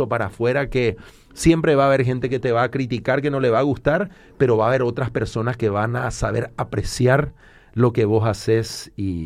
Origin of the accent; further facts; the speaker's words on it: Paraguay; la gente me decía, ¿y de dónde sos? Y yo soy de Paraguay.